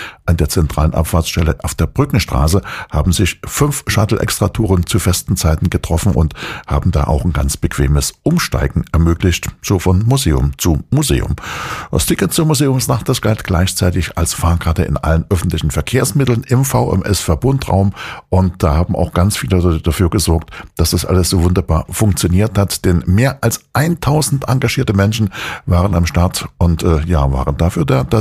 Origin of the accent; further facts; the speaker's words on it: Chemnitz, Saxony, Germany; Wir switchen nach Chemnitz, nach meiner Heimatstadt.